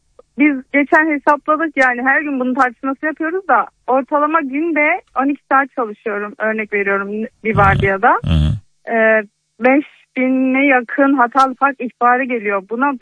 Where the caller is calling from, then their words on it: İzmir, Turkey; İzmir'den arıyorum.